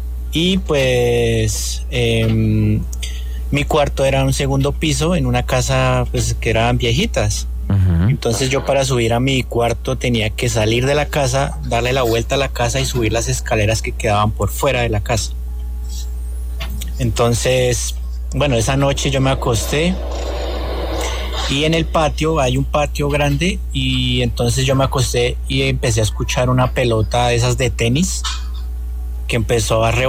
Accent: Tabio, Cundinamarca, Colombia; Eso fue en mi infancia en Tabio. Yo soy de Tabio.

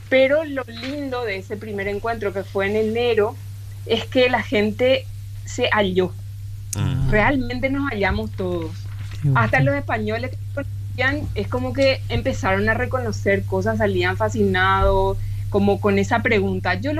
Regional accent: Paraguay; al decir Paraguay había como una pausa y una incógnita y también mucho interés. Ah, Paraguay, pero sos la primera paraguaya que conozco o no sé mucho de tu país, cómo viven.

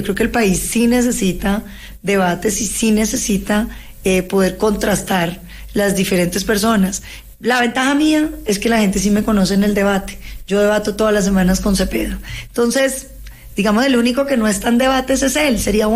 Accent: Popayán, Cauca, Colombia; moved away; Yo crecí en Popayán, Darcy, yo crecí en Popayán, mis amigas son de Popayán, pasé mi adolescencia en Popayán.

